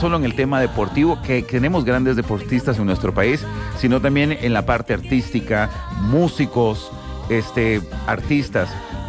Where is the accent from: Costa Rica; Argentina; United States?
Costa Rica